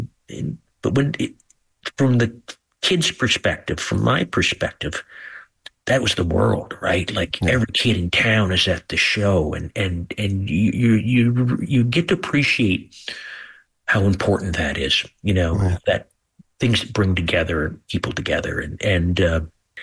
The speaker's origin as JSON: {"language": "English", "town": "Kingston", "region": "Ontario", "country": "Canada", "said": "We're just guys from Kingston, Ontario."}